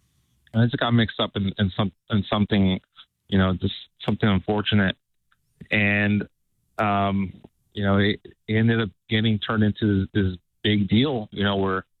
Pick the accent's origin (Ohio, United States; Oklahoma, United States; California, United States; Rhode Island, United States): California, United States; moved away as an adult; also born or lived in Mississippi; now in Morgan Hill, United States; I had to leave my hometown. I left my hometown. I moved three states away I moved from California to Mississippi, you know, just trying to be safe. And I was in Mississippi for a couple of years